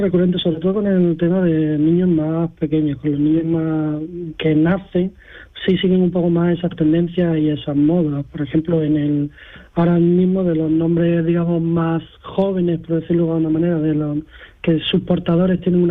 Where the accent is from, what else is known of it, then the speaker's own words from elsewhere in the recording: Granada, Andalusia, Spain; Es un nombre típico de mi ciudad, Granada. Yo soy nacido en Granada.